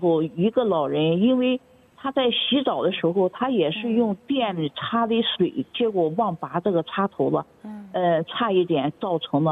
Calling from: Xuzhou, Jiangsu, China; 我是江苏省徐州市云龙区铁路34宿舍。

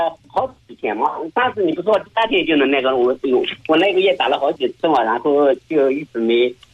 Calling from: Xuancheng, Anhui, China; 安徽宣城。

